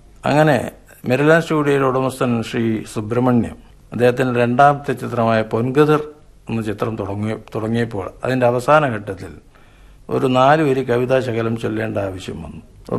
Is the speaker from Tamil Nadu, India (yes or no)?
yes; Thiruvattar, Tamil Nadu, India; born there; ഞാൻ ജനിച്ചത് ഇന്നത്തെ കന്യാകുമരി ഡിസ്ട്രിക്റ്റിലെ തിരുവട്ടാറെന്ന ഗ്രാമത്തിലാണ്.